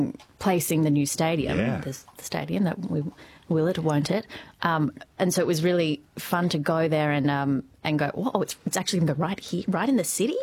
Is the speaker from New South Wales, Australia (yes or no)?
yes; Sydney, New South Wales, Australia; I am from Sydney, so AFL has been in my sphere yeah. a little bit, but not really.